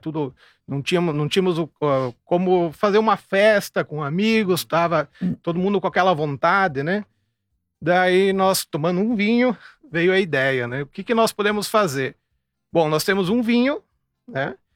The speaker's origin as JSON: {"language": "Portuguese", "country": "Brazil", "tie": "born or raised there", "said": "Natural aqui da comunidade de Santo Isidoro, interior. Agricultor, família também de agricultores."}